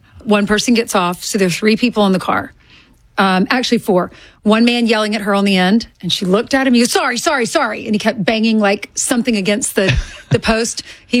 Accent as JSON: {"language": "English", "region": "South Carolina", "country": "United States", "tie": "born or raised there", "lives_now": "New York, United States", "said": "I grew up in South Carolina, wanted to be in New York so badly."}